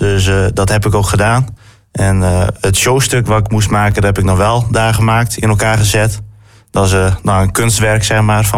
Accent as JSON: {"language": "Dutch", "town": "Ameland", "region": "Friesland", "country": "Netherlands", "said": "Ik kom van Ameland. Ja."}